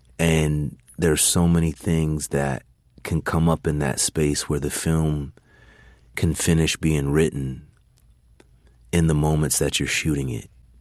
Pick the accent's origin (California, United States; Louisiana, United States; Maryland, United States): California, United States; born or raised there